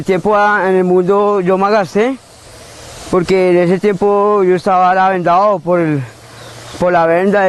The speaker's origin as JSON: {"language": "Spanish", "town": "Ciudad Bolívar", "region": "Bogotá", "country": "Colombia", "said": "yo duré también en mi barrio, que soy de Ciudad Bolívar"}